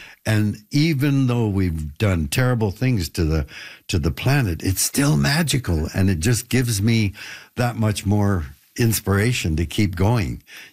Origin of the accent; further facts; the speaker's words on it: Canada; when we're born in Canada